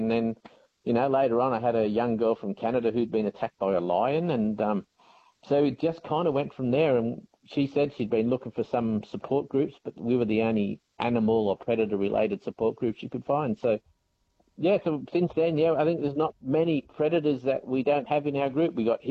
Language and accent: English; Australia; as most Aussie men, we all like to self-medicate with a few beers